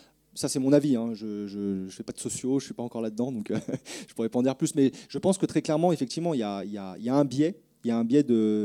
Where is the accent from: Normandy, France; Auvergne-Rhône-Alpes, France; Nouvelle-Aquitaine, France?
Auvergne-Rhône-Alpes, France; Lyon; Enfin, moi, je suis du Rhône à la base, hein, de Lyon, Grenoble juste à côté.